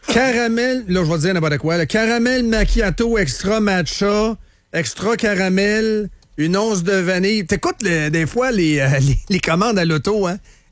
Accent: Shawinigan, Quebec, Canada; Je viens de Shawinigan

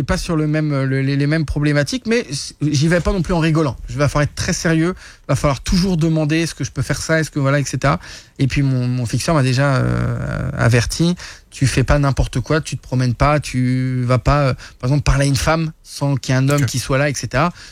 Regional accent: France; now in Canada; parce que je suis français, qu'il y a eu les forces françaises qui ont été engagées, de deux, parce que je suis canadien de cœur maintenant

